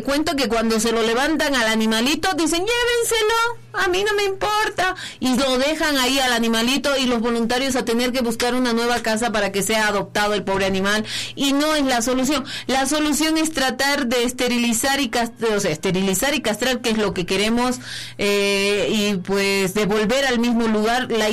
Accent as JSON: {"language": "Spanish", "region": "Potosí", "country": "Bolivia", "said": "¿qué somos los potosinos?"}